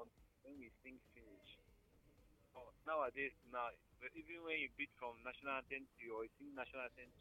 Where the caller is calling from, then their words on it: Nigeria; I'm calling you from GRA.